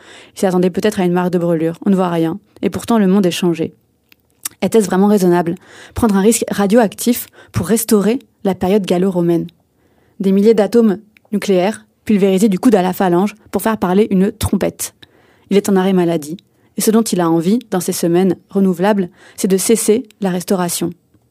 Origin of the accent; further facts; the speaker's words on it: Poitiers, Nouvelle-Aquitaine, France; moved away as an adult; also born or lived in Djibouti; now in Paris, France; Je suis franco-djiboutienne, j'ai grandi à Djibouti jusqu'à mes 6 ans du coup, et ensuite j'ai grandi à Poitiers, et puis là je suis à Paris